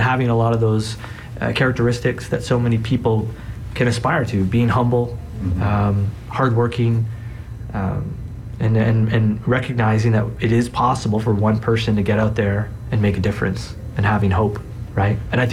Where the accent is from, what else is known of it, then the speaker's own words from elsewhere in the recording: Toronto, Ontario, Canada; I have to kind of go back to when he arrives in Toronto. You know, when I had, not only is it my hometown